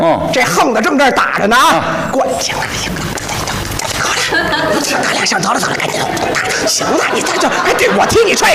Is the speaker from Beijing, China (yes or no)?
yes; Beijing, China